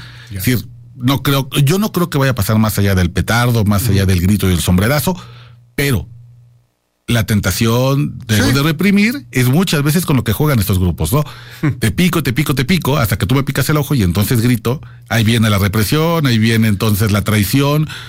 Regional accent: Mexico City, Mexico; la Ciudad de México está bastante, sí, bien, estamos muy aceitados, y como chilangos, la, uh-huh, verdad es que ya conocemos bien.

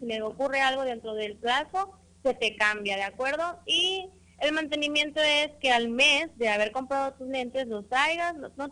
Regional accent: Tonalá, Jalisco, Mexico; somos de aquí, de Tonalá, somos del pueblo y nos gusta ayudar, la verdad.

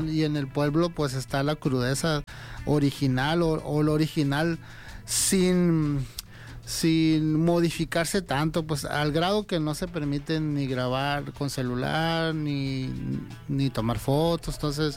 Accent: Sonora, Mexico; Yo soy parte de los barrios más antiguos de la ciudad. En este aspecto, La Matanza, formado por yaquis originarios desde tiempos inmemoriales, ¿no? Crecí rodeado con la cultura yaqui, danza del venado, el pascola, las ceremonias de los fariseos, la cuaresma.

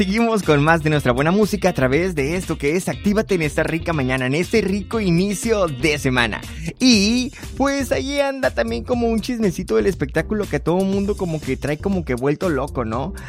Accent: Sonora, Mexico; voy a fallar como sonorense

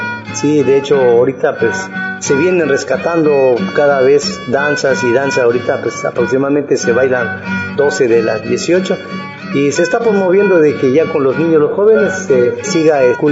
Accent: Copainalá, Chiapas, Mexico; soy originario de Copainalá.

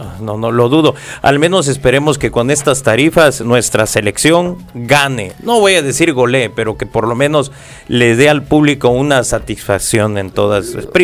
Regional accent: Mexico; nosotros como buenos mexicanos

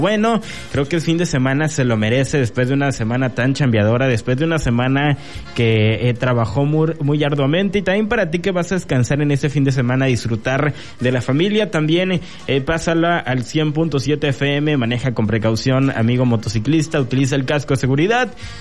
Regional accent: Mexico

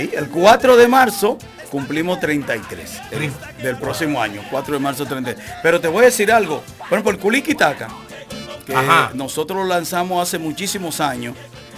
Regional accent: Dominican Republic; now in Mexico; yo me siento tan mexicano que en Dominicana … soy dominicano.

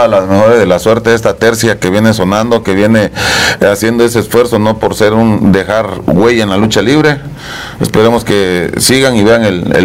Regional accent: Mexico; Pero ¿cómo podemos juzgar, como mexicano, cómo podemos juzgar a unos

